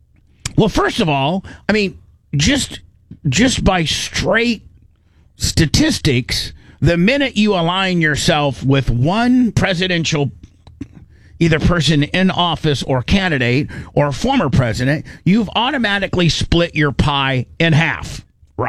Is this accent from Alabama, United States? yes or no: no; Tennessee, United States; I'm a country guy. I'm from Tennessee.